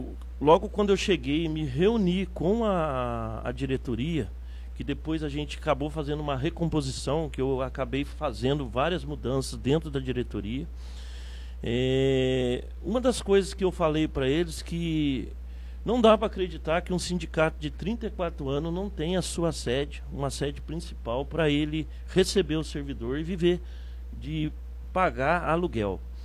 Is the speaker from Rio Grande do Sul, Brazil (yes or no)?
no; Cunha, São Paulo, Brazil; Eu vim de uma outra cidade, eu vim lá da cidade de Cunha.